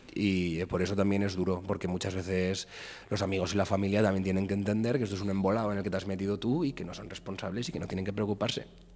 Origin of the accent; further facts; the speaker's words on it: Aragon, Spain; ya estoy en el país